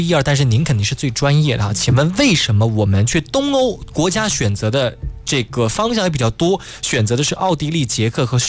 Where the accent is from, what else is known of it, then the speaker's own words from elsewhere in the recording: Yancheng, Jiangsu, China; 比如说你像我的家乡盐城，东台的条子林湿地就是世界自然遗产